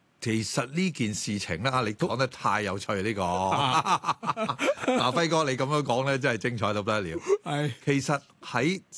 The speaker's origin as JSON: {"language": "Cantonese", "country": "Hong Kong"}